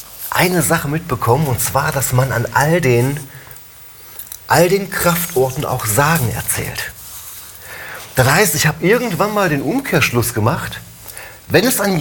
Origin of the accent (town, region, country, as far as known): Harz, Germany; also born or lived in Lüneburg, Germany